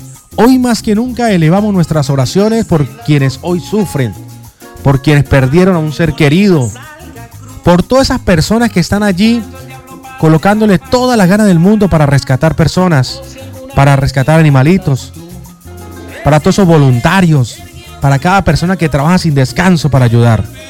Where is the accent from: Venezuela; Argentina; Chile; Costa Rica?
Venezuela; Así somos los venezolanos.